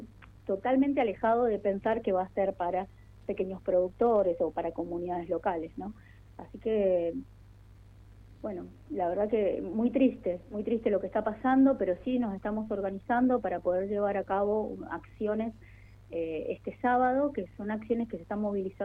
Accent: Mendoza, Argentina; moved away; yo hace 12 años que vivo acá, pero soy mendocina. En sí. Mendoza, el sur de Mendoza, el departamento se llama Malargüe.

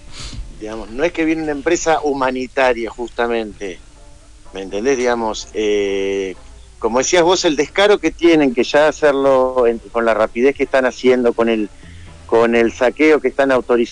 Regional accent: Argentina; te das cuenta que tenemos puntos en común entre todos como argentinos.

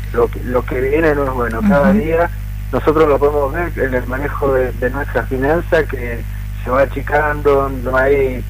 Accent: Argentina

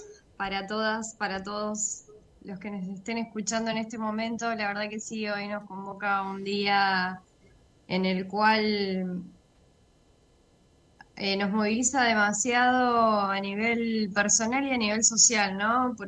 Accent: Argentina; Nosotros como argentinas y argentinos

